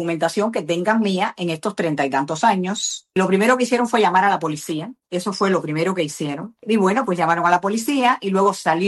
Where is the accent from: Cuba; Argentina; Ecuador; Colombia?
Cuba; now in Spain; soy española hace más de 30 años, desde el año 93 me hice española, con lo cual no he utilizado jamás el pasaporte cubano solamente para entrar a Cuba.